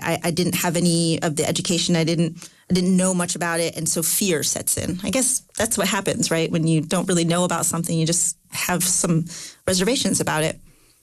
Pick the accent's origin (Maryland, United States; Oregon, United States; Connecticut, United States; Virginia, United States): Connecticut, United States; Bristol; I had seen a sign in my hometown of Bristol